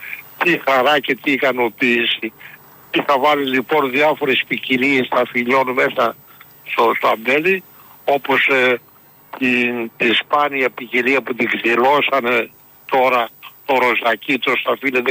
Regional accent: Thessaloniki, Central Macedonia, Greece; now in Michaniona, Greece; Είμαι θεσσαλονικιός, παιδί του Βαρδαρίου. Βρέθηκα όμως στη Μηχανιώνα λόγω συστήου.

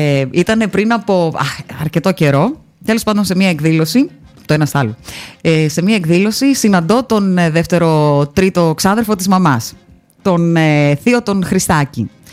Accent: Karditsa, Thessaly, Greece; από τα μέρη μου, από την Καρδίτσα

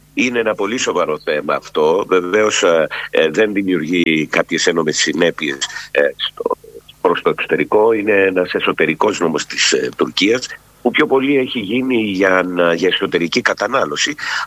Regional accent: Greece; εμείς που είμαστε Έλληνες

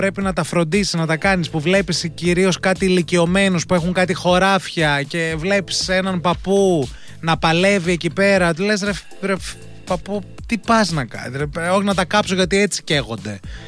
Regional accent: Greece

